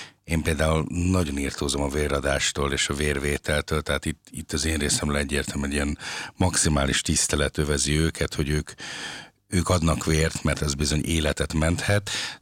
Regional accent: Hungary; now in Linz, Austria; itt Linzben felső-ausztráliai magyarok vagyunk

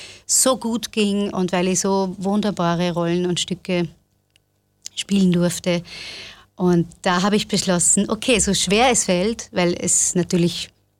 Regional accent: Linz, Upper Austria, Austria; Linz ist meine Heimat, beziehungsweise Oberösterreich.

